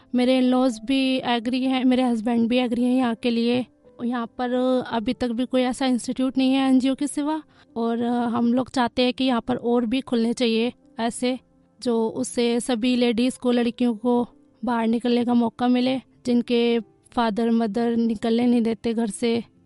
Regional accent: Agra, Uttar Pradesh, India; मैं आगरा से बिलोंग करती हूँ।

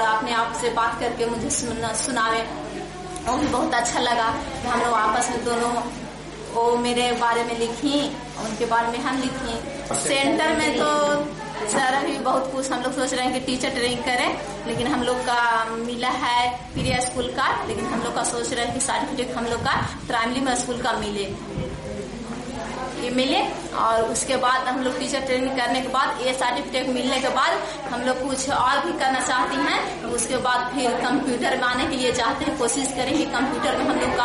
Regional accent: Deo, Bihar, India; मैं देव की रहने वाली हूँ, मैं यहाँ की दर्ज हूँ और मैं 5वीं ट्रेनिंग यहाँ की हूँ।

